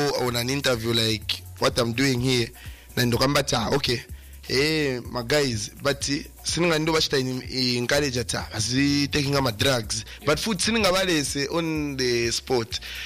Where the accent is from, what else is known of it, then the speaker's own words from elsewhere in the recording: Lusaka, Lusaka Province, Zambia; I come from Mandevu, Marapodi, Kokujaje Kasangura Road.